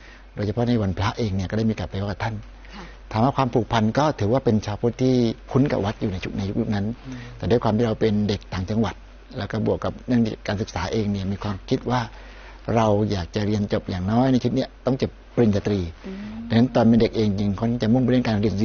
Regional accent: Pattani, Thailand; ก็ตัวพระอาจารย์เองของพี่เองก็เป็นคนจังหวัดปัตตานีโดยกำเนิดนะจ๊ะเกิดที่ปัตตานีเลย

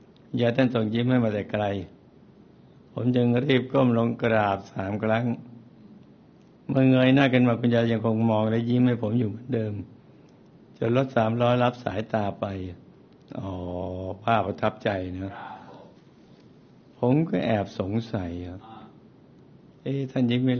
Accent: Yala, Thailand; born there; ผมเกิดที่เมืองยะลาย

